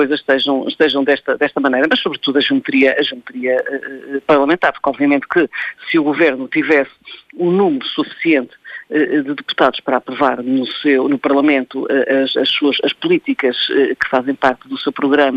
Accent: Portugal; somos nós, portugueses, contribuintes

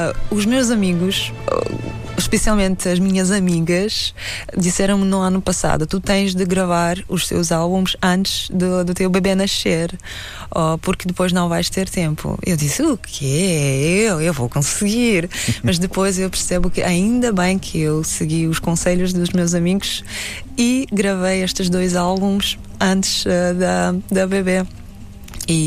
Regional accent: Kazakhstan; first language Russian; Portuguese is a second language; Sim, sim, porque como a minha língua materna, a língua com que eu cresci, na realidade é russa, porque a minha avó era russa e o meu avô cazaque. Ou seja, temos maior parte de famílias no Cazaquistão são uma mistura de nacionalidades diferentes

